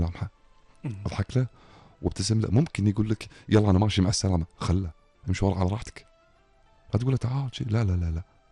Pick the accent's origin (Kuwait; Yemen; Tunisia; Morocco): Kuwait; عندنا بالكويت